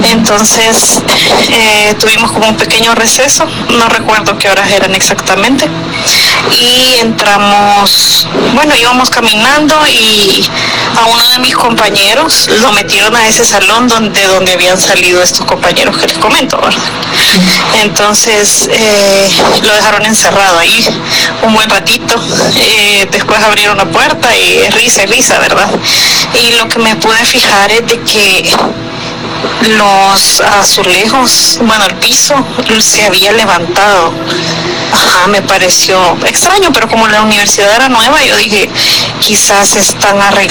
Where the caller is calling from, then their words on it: El Salvador; Yo soy de El Salvador